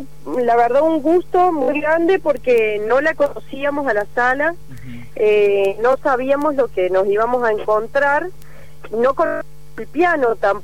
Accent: Córdoba, Argentina; moved away as an adult; also born or lived in Brazil; now in Mendoza, Argentina; Yo soy de Córdoba

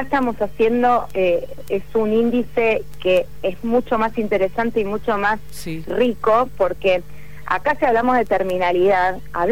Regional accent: Argentina; yo soy de Buenos Aires

